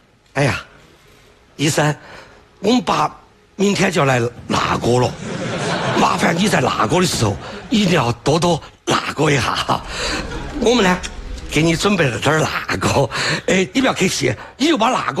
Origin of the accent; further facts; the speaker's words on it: Sichuan, China; 最好耍、最巴适的还是我们四川人。